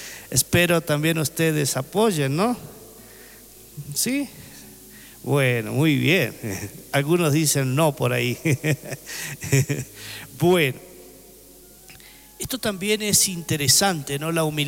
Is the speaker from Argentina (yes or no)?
yes; Argentina